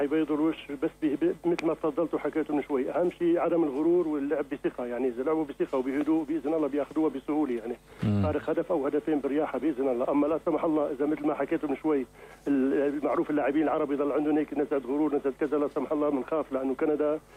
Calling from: Syria; انا من الشام.

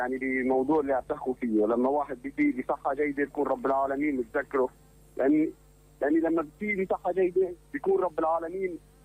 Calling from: Aleppo, Aleppo Governorate, Syria

